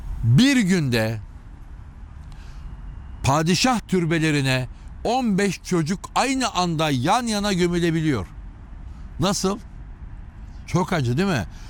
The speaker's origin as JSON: {"language": "Turkish", "region": "Istanbul", "country": "Turkey", "tie": "born or raised there", "said": "Ben 74 Fatih doğumluyum ve tamamen toprak içinde. Şurada büyüdük."}